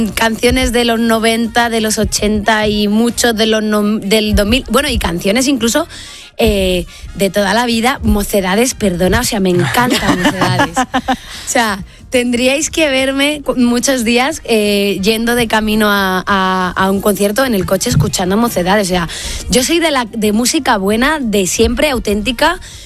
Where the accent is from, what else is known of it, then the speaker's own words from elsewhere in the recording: Beganzones, Castile and León, Spain; Mi pueblo está en Beganzones.